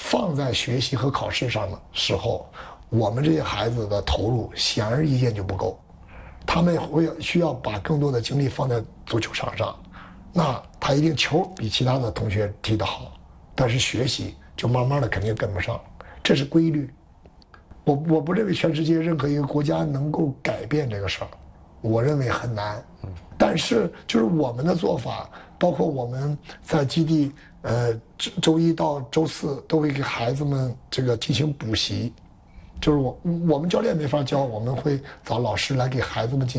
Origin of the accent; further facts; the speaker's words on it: Dalian, Liaoning, China; 上一场我的家乡的球队，所谓的辽宁的德比，来到了沈阳跟辽宁铁人打了一场比赛。我们大连有接近1万人是从大连